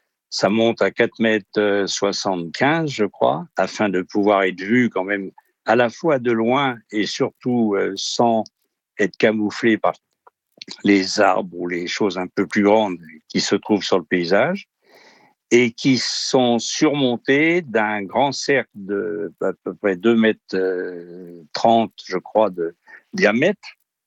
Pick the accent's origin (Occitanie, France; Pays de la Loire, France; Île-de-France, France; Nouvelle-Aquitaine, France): Île-de-France, France; Paris; je suis parisien